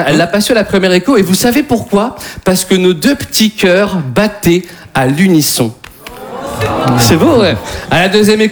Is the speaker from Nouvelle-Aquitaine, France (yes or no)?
no; Hauts-de-France, France; Et je vous rappelle qu'on est du Nord.